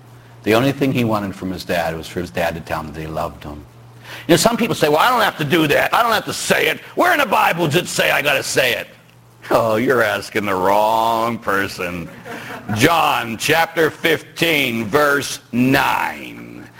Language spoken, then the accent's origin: English; Pittsburgh, Pennsylvania, United States